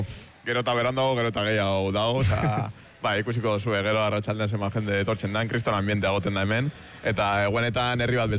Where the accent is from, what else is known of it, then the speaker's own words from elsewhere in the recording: Bilbao, Basque Country, Spain; Ez, gu bilbotarra gara